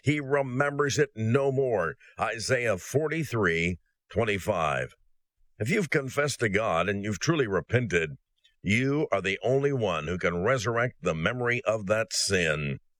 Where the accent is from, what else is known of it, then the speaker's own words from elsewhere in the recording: Midwest, United States; I'm a pastor from the Midwest, 38 years of the church that I started.